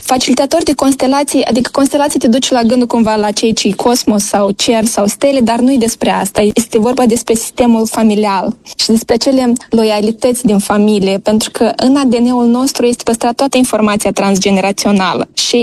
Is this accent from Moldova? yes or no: yes; Moldova; moved away as an adult; also born or lived in Chișinău, Moldova; now in Brașov, Romania; M-am născut la Chișinău și chiar iubesc foarte mult Moldova. Am copilărit în nordul Moldovei și în centrul Moldovei și simt că acolo sunt originile mele. Și de mai bine de 8 ani locuiesc la Brașov și Brașov tot este un oraș de suflet.